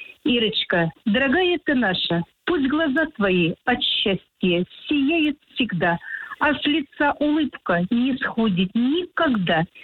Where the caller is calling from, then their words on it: Kursk, Kursk Oblast, Russia; Мы из Курска.